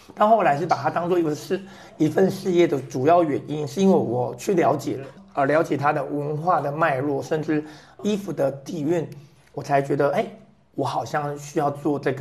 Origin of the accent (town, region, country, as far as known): Taiwan